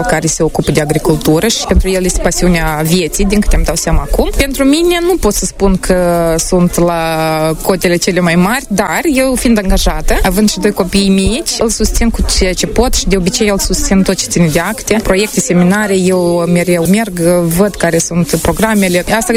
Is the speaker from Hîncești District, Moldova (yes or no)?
yes; Logănești, Hîncești District, Moldova; Suntem din Hâncești, Logănești. Aveam procurat apartamentul nostru, căsuța noastră, oricum ne chema acasă. Locuim în Hâncești deja de 5 ani.